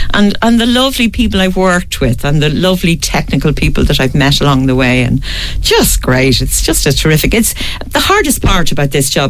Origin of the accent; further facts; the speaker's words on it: Ireland; and as Irish people, we always try to find out, has somebody actually been to that? Did you like it? You know, we're very good at that.